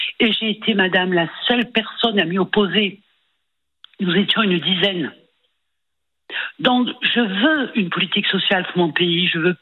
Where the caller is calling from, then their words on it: Toulon, Provence-Alpes-Côte d'Azur, France; je suis fonctionnaire, donc j'ai beaucoup bougé sur le territoire français. Et là, je suis à Toulon.